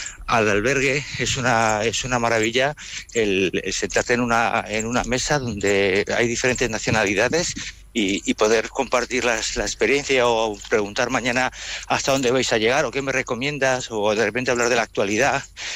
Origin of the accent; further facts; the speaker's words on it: Logroño, La Rioja, Spain; en mi tierra, en Logroño